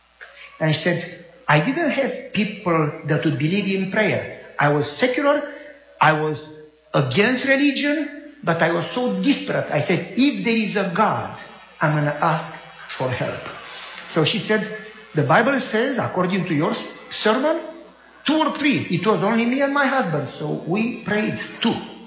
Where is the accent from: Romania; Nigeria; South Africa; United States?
Romania; moved away; I said, from Romania.